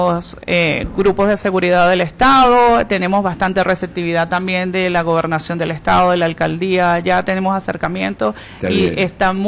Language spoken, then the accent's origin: Spanish; San Cristóbal, Táchira, Venezuela; born there; moved away; Somos talentos del Táchira que estábamos afuera